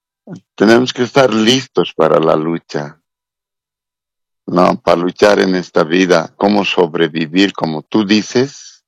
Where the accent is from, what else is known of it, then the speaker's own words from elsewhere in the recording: Bolivia; Y bueno, yo, como todo boliviano, tenemos que cumplir, ¿no?, lo que manda la justicia